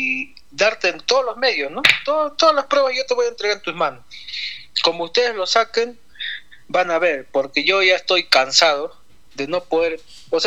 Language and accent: Spanish; Pangoa, Junín, Peru; moved away as an adult; now in Huancayo, Peru; Yo vivo acá en Huancayo, yo soy pangolino y me da lástima, me da pena, me da cólera no poder pisar mi pueblo en paz.